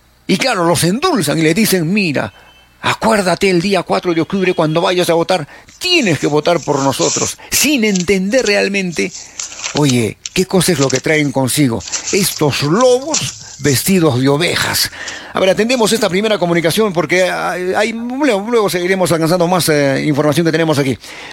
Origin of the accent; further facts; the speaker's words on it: Arequipa, Peru; ¿qué somos los arequipeños?